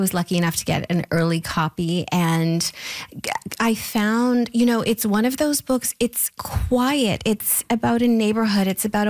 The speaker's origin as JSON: {"language": "English", "country": "Canada", "said": "And stop being so Canadian about it, right? We can be proud and I think it's happening now, right? We're like, hey, you know, elbows up, we're proud of ourselves."}